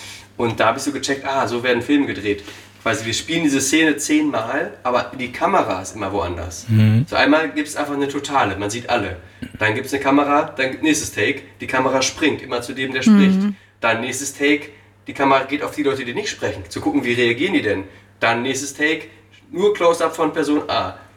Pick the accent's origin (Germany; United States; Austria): Germany; Osnabrück, Lower Saxony; Also ich komme aus Osnabrück, Norddeutschland.